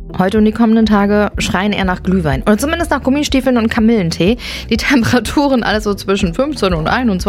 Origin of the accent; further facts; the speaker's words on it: Germany; Aber wie sagt man als Deutscher so schön?